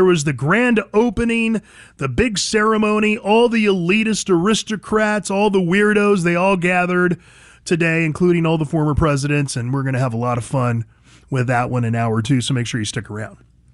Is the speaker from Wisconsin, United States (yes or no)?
no; California, United States; moved away; Now, I come from California. It is very much a failed state. It is sad. We got out of there 28 years ago, and we have not looked back.